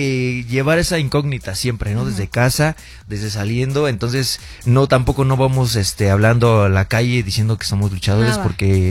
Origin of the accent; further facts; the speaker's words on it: Querétaro, Mexico; orgulloso de poder representar a México, a Querétaro, a la lucha libre mexicana.